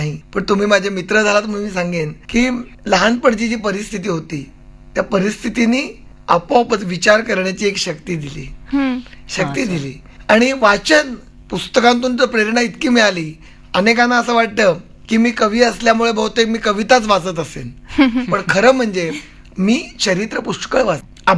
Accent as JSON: {"language": "Marathi", "town": "Aurangabad", "region": "Maharashtra", "country": "India", "tie": "born or raised there", "said": "औरंगाबादला माझं बरंच बालपण गेलं औरंगाबादला"}